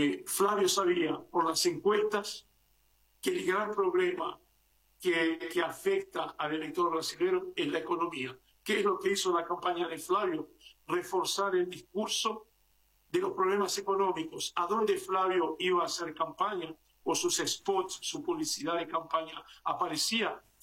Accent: Argentina; now in Brazil; como argentino que soy, a pesar de naturalizado brasileño

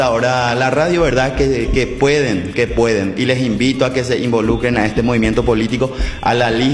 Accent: Concepción, Paraguay; Yo soy oriundo de la comunidad de Cerrito Naranjate, Naranjate Guache, realmente.

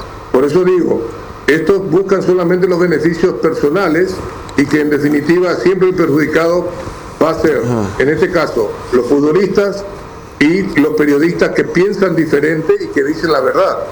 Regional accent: Paraguay; me siento orgulloso como paraguayo

